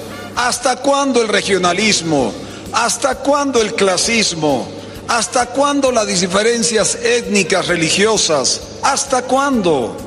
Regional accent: Bolivia; Aquí todos somos bolivianos, aquí todos somos parte de la misma patria

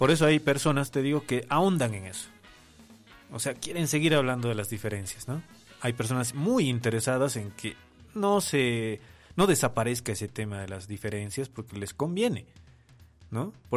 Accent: Bolivia

